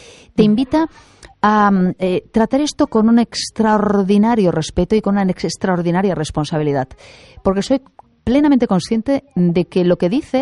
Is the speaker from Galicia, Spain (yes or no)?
yes; A Coruña, Galicia, Spain; also born or lived in Vigo; Pues hoy me siento, bueno, yo soy coruñesa de origen, hoy me siento especialmente coruñesa, estoy haciendo el programa desde aquí